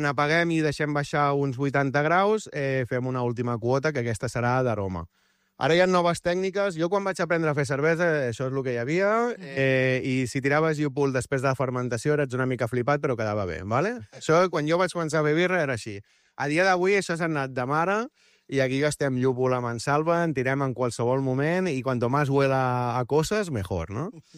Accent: Arenys de Mar, Catalonia, Spain; Arenys de Mar, sempre. Capital de l'Almaresma.

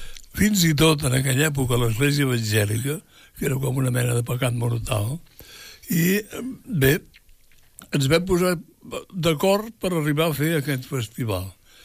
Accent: Barcelona, Catalonia, Spain; now in Rubí, Spain; Hi va haver una època en què nosaltres vivíem a Barcelona encara, a Sant Andreu, perquè, bueno, vam néixer a Sant Andreu

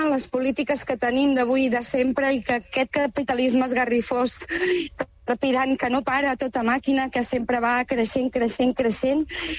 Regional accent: Calonge, Catalonia, Spain; now in Caldes de Malavella, Spain; Jo sóc de Calonja, nascuda a Calonja, pagès del Mas Molla de tota la meva vida. Tinc 41 anys, o sigui, 41 anys que estic a peu de les Gavarres, exactament a la Conca del Tinar.

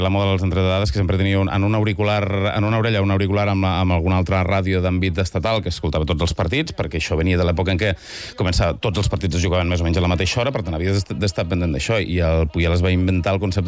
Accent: Catalonia, Spain; jo sóc de Ponent

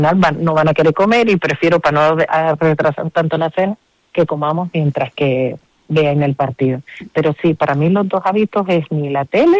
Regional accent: Canary Islands, Spain; Y yo, como buena canaria

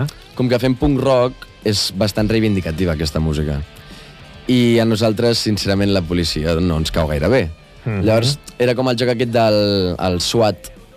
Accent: El Vendrell, Catalonia, Spain; ens coneixem, perquè som de Vendrell

